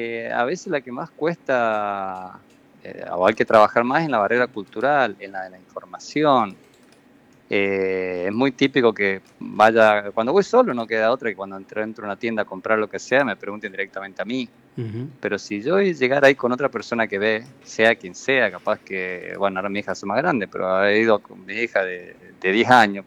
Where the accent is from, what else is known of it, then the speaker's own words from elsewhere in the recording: Alvear, Argentina; Nosotros somos de Alvear.